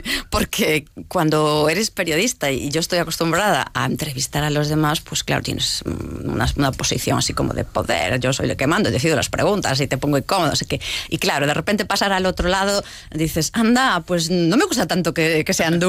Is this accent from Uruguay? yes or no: no; Carballo, Galicia, Spain; also born or lived in Malpica; la zona donde yo vivo, que vivo Costa de Morte, y nací en Malpica, pero bueno, me crié también mucho por la zona de Carballo.